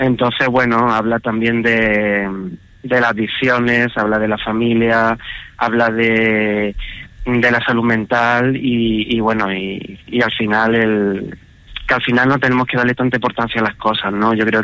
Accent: Lucena, Andalusia, Spain; also born or lived in Málaga; Yo soy de Lucena, de Córdoba, pero me siento muy malagueño. Estudié en Málaga, además claro.

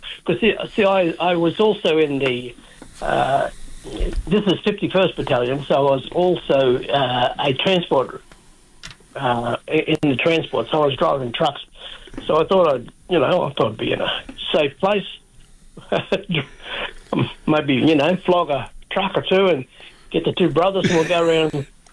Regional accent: Bundaberg, Queensland, Australia; now in Sydney, Australia; And on my mother's side, I'm from Bundaberg North. Around that area, I was born on my mother's country in Bundaberg there.

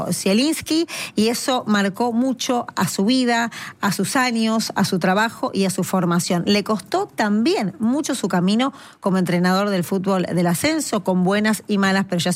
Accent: Jáuregui, Buenos Aires, Argentina; yo soy de Jauregui.

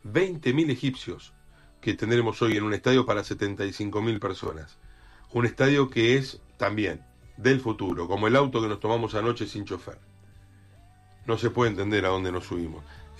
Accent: Argentina; Yo soy nieto de españoles. No soy español, soy argentino.

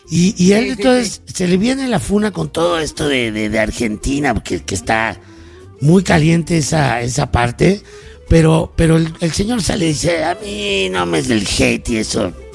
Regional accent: Mexico; porque sabemos que acá en México los más haters somos los mexicanos. Esa es la verdad.

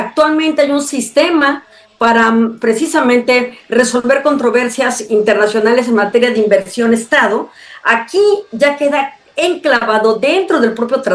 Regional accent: Mexico; nos da el reto como mexicanos a producir mucho mejor

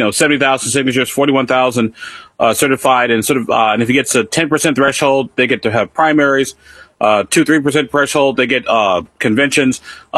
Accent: Illinois, United States; now in Indiana, United States; I always found that fascinating since I've been in Indiana for 20 years. Well, you're not a Hoosier. Like, well, I'm an Illini because I'm from Illinois. I mean, just 74 miles up the road. But fundamentally, we're all Midwesterners

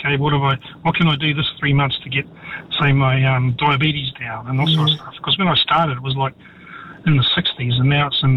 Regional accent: Northland, New Zealand; And I grew up in Northland, and so I went to school with a lot of Maori.

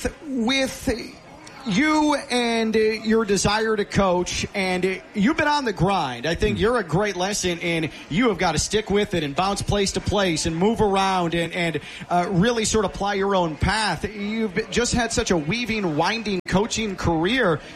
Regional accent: Chicago, Illinois, United States; Me, growing up in Chicago, I am a huge Chicago White Sox fan, which also conversely means I despise the Chicago Cubs.

